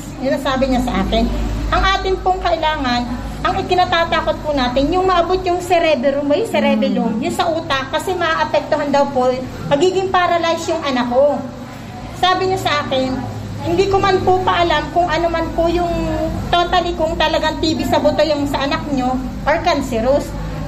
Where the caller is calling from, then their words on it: Calapan, Mimaropa, Philippines; Nazareto po.